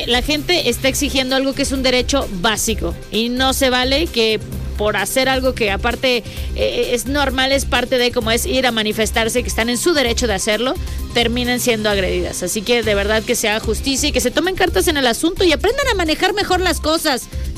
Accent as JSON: {"language": "Spanish", "town": "Cancún", "region": "Quintana Roo", "country": "Mexico", "said": "vengo de Cancún, aquí somos... Aguantamos los huracanes"}